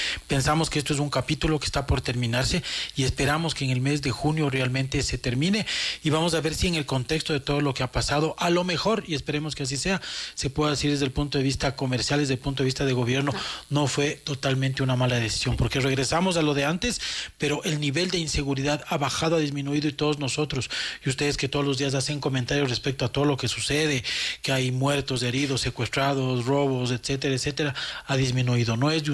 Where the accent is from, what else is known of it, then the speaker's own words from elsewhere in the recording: Ecuador; la valoración que tenemos como ecuatorianos del café